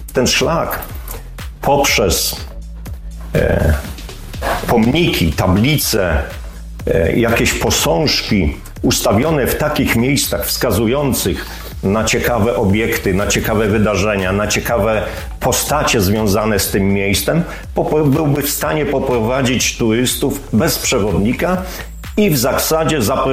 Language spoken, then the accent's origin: Polish; Mogilno, Kuyavian-Pomeranian Voivodeship, Poland; born there; now in Inowrocław, Poland; Nie jestem urodzony Inowrocławianinem. Wszyscy się dziwią właśnie. Urodziłem się w Mogilnie, czyli to niedaleko, Żabi Skok, ale od 1988 roku przeprowadziłem się do Inowrocławia, tutaj się ożeniłem, tutaj zamieszkałem